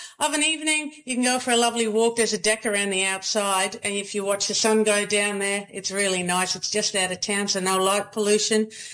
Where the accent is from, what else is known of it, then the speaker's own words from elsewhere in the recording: Netherlands; moved away as an adult; also born or lived in Cloncurry; now in Thargomindah, Australia; And I'm from Holland, from the Netherlands.